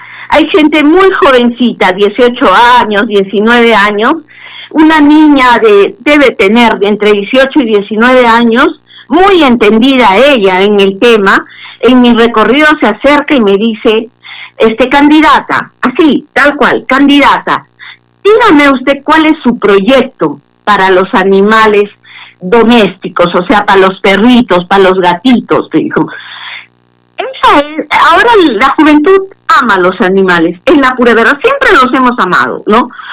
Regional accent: Mollendo, Arequipa, Peru; la ciudad de Mollendo también, mi tierra.

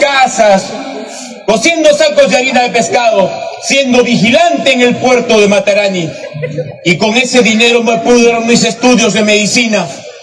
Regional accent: Mollendo, Arequipa, Peru; quiero volcarla a mi tierra, a Mollendo, a la provincia de Islay, a Coca-Chacra, a la punta de Ambaldivia, Mejía, Matarani, a todo mi pueblo

